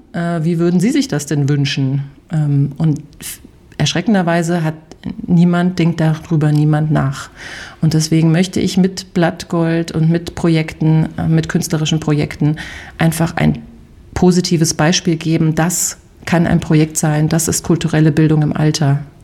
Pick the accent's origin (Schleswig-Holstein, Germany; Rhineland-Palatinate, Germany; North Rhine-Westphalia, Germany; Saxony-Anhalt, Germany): Rhineland-Palatinate, Germany; Frankenthal; mindestens im Oktober auch noch eine Show haben in Frankenthal in meiner Heimatstadt, wo ich mich sehr drauf freue